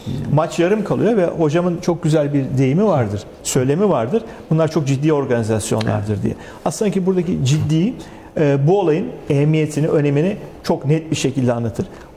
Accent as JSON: {"language": "Turkish", "region": "Ankara", "country": "Turkey", "tie": "born there"}